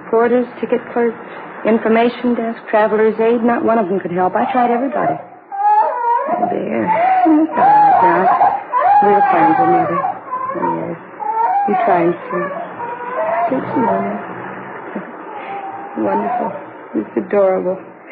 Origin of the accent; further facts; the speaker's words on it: Cincinnati, Ohio, United States; I'm from Cincinnati. I got on the bus there and then went down to Dallas.